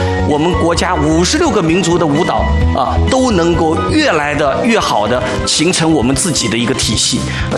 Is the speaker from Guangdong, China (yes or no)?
no; Wenzhou, Zhejiang, China; 我来自浙江的温州，我小时候见过畲族人